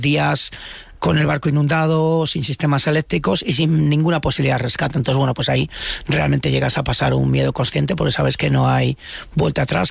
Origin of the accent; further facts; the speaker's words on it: Íscar, Castile and León, Spain; pequeño pueblo de Valladolid, en Íscar.